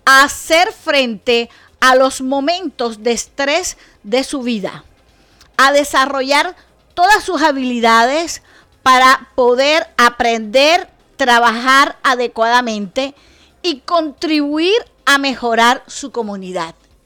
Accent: Colombia; Para recordarnos que somos colombianos, que somos un solo país

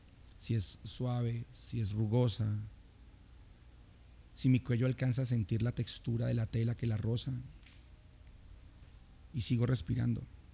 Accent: Cali, Valle del Cauca, Colombia; los caleños somos de un corazón enorme

